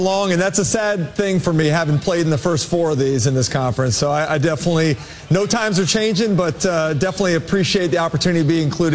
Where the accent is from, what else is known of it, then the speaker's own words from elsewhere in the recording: Florida, United States; You know how much this conference means to me and growing up around Florida and this league in general.